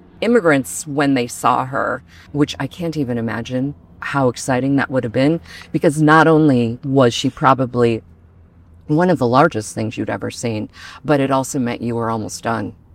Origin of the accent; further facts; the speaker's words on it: New York City, New York, United States; I'm a New Yorker. New Yorkers don't go to touristy things.